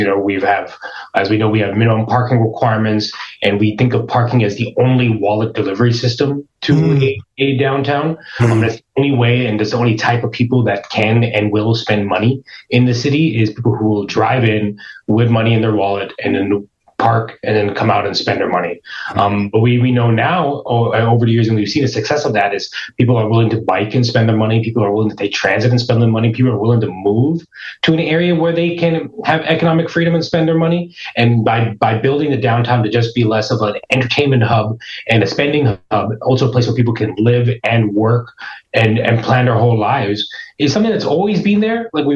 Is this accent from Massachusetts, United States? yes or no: no; California, United States; Through growing up in the Silicon Valley, I had a little, I learned how to code really early on in my life